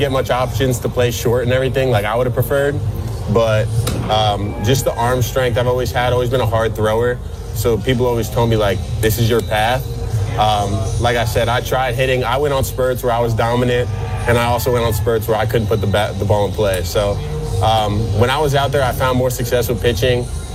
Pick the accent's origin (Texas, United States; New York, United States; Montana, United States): New York, United States; We're from New York